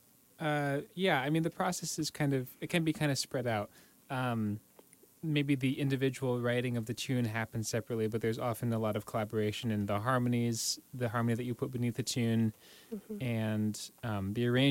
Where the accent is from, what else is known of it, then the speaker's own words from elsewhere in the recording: Indiana, United States; The words are by a poet from Indiana, actually, from my home state, James Whitcomb Riley.